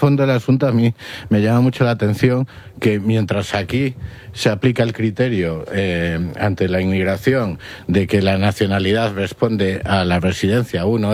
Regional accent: Galicia, Spain; now in Madrid, Spain; Yo soy gallego, pero como resido en Madrid, voto bueno, en las elecciones autonómicas de Madrid. No voto en las elecciones de Galicia.

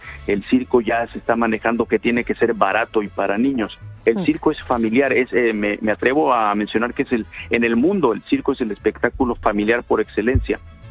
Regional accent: Mexico; aquí en México, todos somos mexicanos.

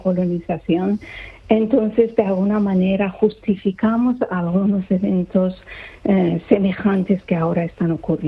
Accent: Spain; Y tú antes decías que yo como español pues tengo un punto de vista, digamos, más a favor de lo que hizo España ahí, ¿no?

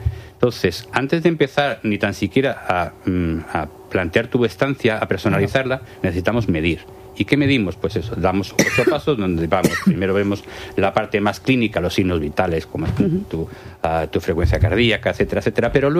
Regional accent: Community of Madrid, Spain; now in Alicante, Spain

